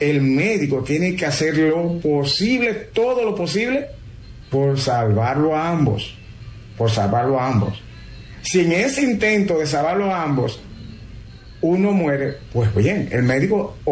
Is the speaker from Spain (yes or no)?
no; Dominican Republic; Nosotros tenemos ese gran problema, dominicanos.